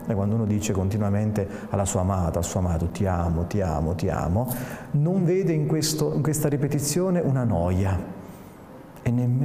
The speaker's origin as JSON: {"language": "Italian", "town": "Naples", "region": "Campania", "country": "Italy", "said": "Io sono molto devoto, da buon napoletano, non voglio tralasciare la Madonna di Pompei, no?"}